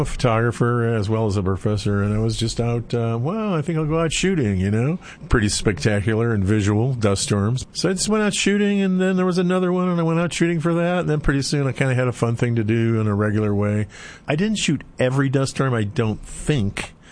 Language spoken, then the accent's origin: English; Chicago, Illinois, United States; We grew up in Chicago, and so we were way far from, out here